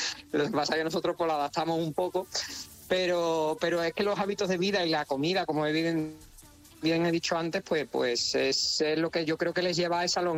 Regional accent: Seville, Andalusia, Spain; yo soy sevillano, yo soy de Sevilla, y nosotros pues, tenemos mucho salero, guasa

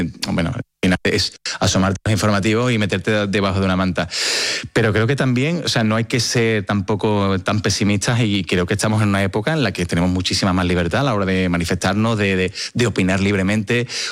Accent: Seville, Andalusia, Spain; todo el mundo sabe que yo soy de Sevilla y soy de una ciudad que sigo con mucha pasión.

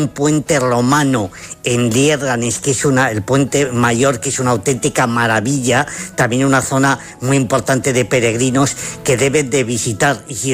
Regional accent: Zamora, Castile and León, Spain; como soy de Zamora y soy muy chulo

